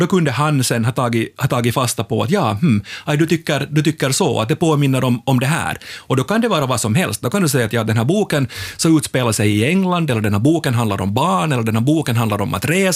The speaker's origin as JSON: {"language": "Swedish", "town": "Kirkkonummi", "region": "Uusimaa", "country": "Finland", "said": "No, jag kommer från Kyrkslätt."}